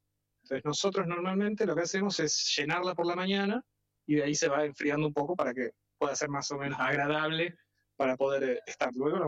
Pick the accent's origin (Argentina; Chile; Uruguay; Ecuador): Argentina; Las Grutas, Río Negro; also born or lived in San Antonio Este; now in Termas de Río Hondo, Argentina; Desde Río Negro. Sí, sí. Yo soy nacido en el Hospital Ferroviario San Antonio Este.